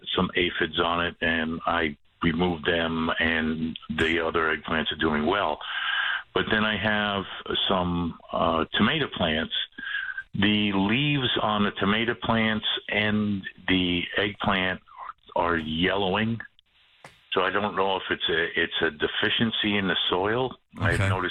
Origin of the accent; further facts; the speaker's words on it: Northeast, United States; now in Texas, United States; I'm originally from the Northeast.